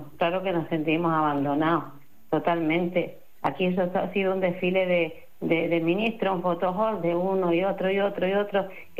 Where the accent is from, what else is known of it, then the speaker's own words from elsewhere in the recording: Spain; Ninguno, todos somos españoles.